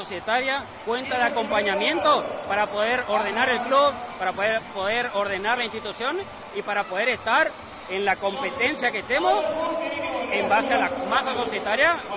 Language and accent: Spanish; Chaco, Argentina